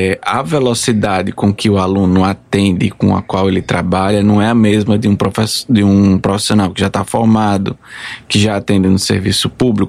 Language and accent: Portuguese; Alagoas, Brazil; Sou alagoano.